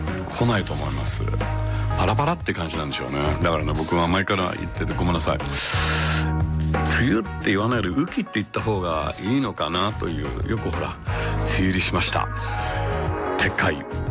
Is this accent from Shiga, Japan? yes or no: no; Tokyo, Japan; 渋谷っ子、渋谷で育ったんで、原宿と渋谷が本当にホームグラウンドだったんですけれども